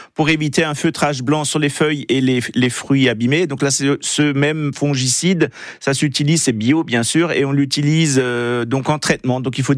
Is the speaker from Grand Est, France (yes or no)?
yes; Grand Est, France; Il y a des variétés hollandaises et chez nous en Alsace on a une sorte qui s'appelle qu'on a appelée Alsace qui existe que chez nous.